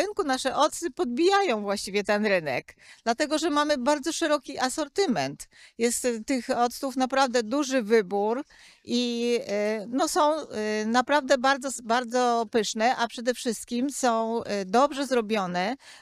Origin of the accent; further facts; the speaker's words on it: Kościelec, Greater Poland Voivodeship, Poland; Poza jarmarkiem jesteśmy z Wielkopolski, Kościelec, koło koła.